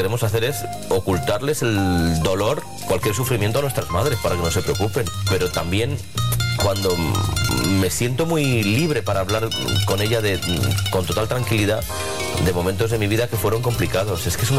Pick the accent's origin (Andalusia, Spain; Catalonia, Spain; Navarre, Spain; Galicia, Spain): Catalonia, Spain; Badalona; now in Madrid, Spain; nací en Badalona, estoy orgullosísimo. Me sale la vena muy catalana en Madrid.